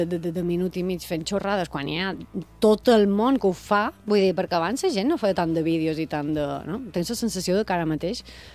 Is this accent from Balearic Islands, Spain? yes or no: yes; Balearic Islands, Spain; Som els mallorquins.